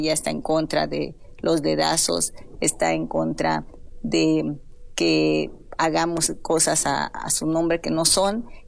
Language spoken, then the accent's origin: Spanish; Guerrero, Mexico; había mucha violencia en la Costa Chica. Fuimos desplazados por la violencia y yo me crié en Tierra Caliente, en la Tierra Caliente.